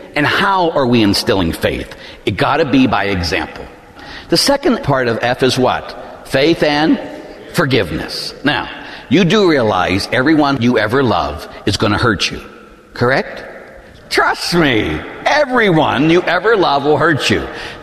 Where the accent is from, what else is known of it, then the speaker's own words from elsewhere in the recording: Pittsburgh, Pennsylvania, United States; Now, I grew up in Pittsburgh. And in growing up in Pittsburgh, my father had a saying.